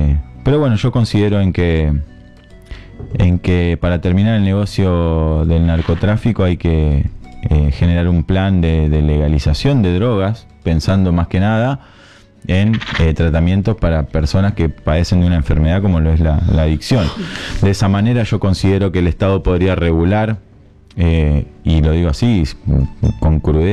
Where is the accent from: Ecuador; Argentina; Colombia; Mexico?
Argentina; Acebal, Santa Fe; en Acebal, en mi pueblo pasa mucho también, porque estamos a 40 kilómetros